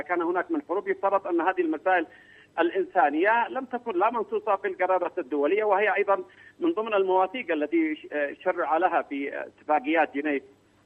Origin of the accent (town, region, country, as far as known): Yemen